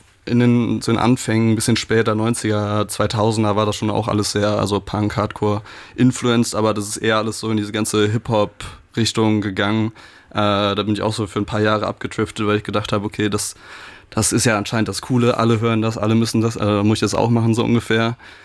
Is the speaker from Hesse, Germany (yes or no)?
no; Rhineland-Palatinate, Germany; now in Cologne, Germany; Also ich komme aus dem Rheinland, Neuwied am Rhein unten an der Ecke, also Linz am Rhein, einmal über den Berg aus dem kleinen Dorf, da bin ich aufgewachsen